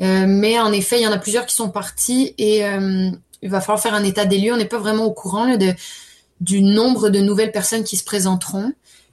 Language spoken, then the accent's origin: French; France; tout le monde pense que ça fait depuis que je suis toute jeune que j'ai débuté, vu que je suis française